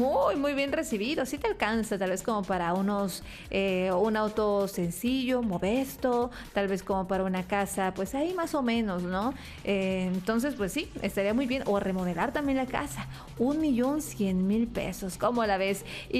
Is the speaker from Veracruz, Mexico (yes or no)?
yes; Veracruz, Mexico; Qué afortunados somos los veracruzanos